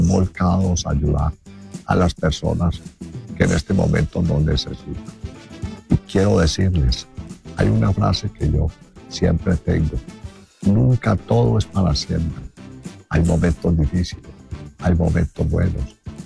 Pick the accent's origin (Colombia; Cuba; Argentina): Colombia; Vente, mi pueblo colombiano, los quiero, los amo.